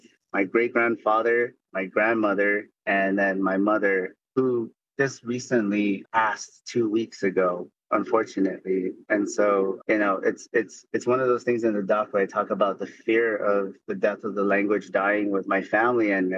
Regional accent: Guam; So I am of Chamorro descent, like many of us on island, on the island of Guam, born and raised on Guam.

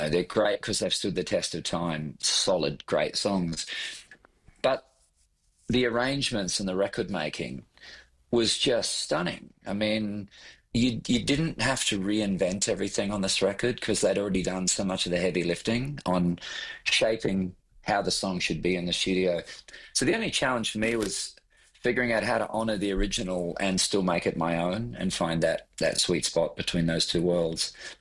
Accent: Australia; I think if you carry anything with you throughout the world as an Aussie, is just don't be a dickhead. And I think we're pretty good at not being dickheads.

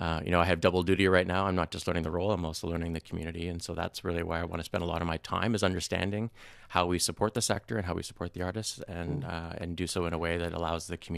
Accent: Ottawa, Ontario, Canada; So originally from Ottawa, nation's capital.

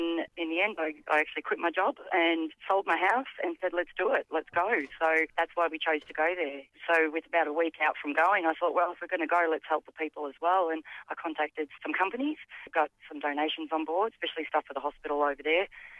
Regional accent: Melbourne, Victoria, Australia; I'm from Melbourne. I'm a very big AFL supporter

